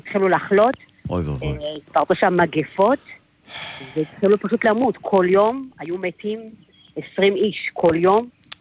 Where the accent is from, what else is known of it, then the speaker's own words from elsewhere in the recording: Pardes Hanna-Karkur, Haifa District, Israel; born there; also born or lived in Ethiopia / Sudan; אני תושבת פרדס חנה, רוב חיי גדלתי פה